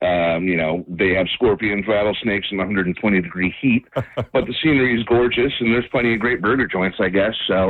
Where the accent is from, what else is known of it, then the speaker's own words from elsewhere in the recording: New Jersey, United States; also born or lived in Arizona; I am born in Arizona, Central Jersey grown